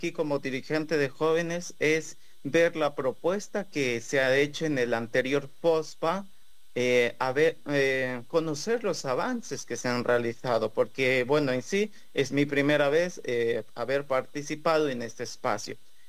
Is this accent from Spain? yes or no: no; Orellana, Ecuador; yo vengo de la provincia de Arellana, perteneciente a la parroquia de Ayuma, de la comunidad Shuarzaquim.